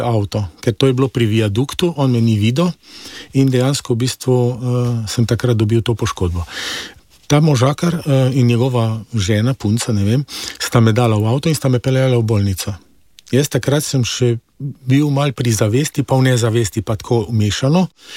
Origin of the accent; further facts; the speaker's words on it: Celje, Savinja, Slovenia; also born or lived in Koper; Rojen sem v Celju. Sem sin matere samohranilke